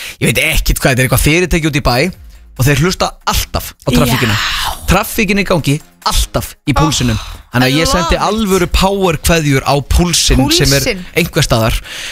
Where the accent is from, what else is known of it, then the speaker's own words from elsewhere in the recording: Vestmannaeyjar, Southern Region, Iceland; Ég er frá Vestmannin sko.